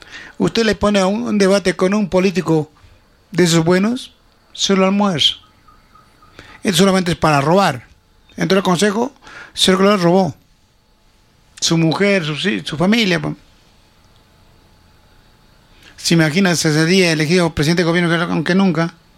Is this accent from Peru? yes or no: yes; Chupaca, Junín, Peru; fuera de mi tierra. Chupaca